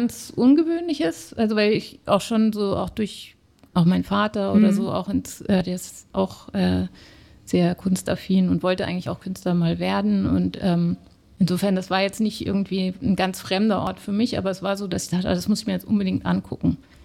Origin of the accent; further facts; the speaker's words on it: Hamburg, Germany; born there; Also ich bin in Hamburg geboren und bin mit, wann war das so, 6, 7, war sind meine Eltern, die hatten sich getrennt